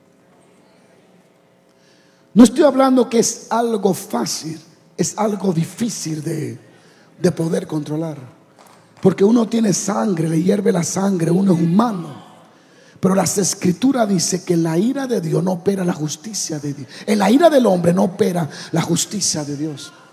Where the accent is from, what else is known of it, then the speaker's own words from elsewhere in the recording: Dominican Republic; also born or lived in Santo Domingo; now in United States; cuando vivía en Santo Domingo